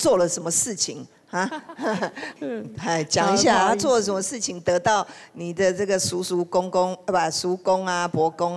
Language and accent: Chinese; Taiwan